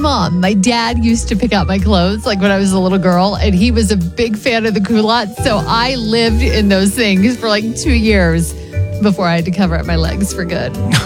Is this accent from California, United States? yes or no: yes; California, United States; I grew up in California, so it was an exceptional problem to have in Southern California.